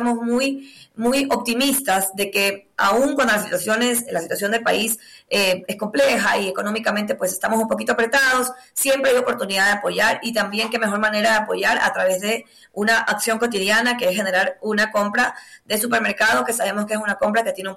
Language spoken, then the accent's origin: Spanish; Guayaquil, Guayas, Ecuador; now in Quito, Ecuador; yo soy guayaquileña, vivo en Quito, pero estuve en Guayaquil estos días